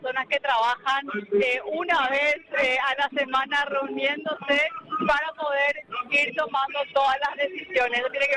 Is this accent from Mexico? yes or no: no; Paraguay; esta historia nos marca como pueblo paraguayo.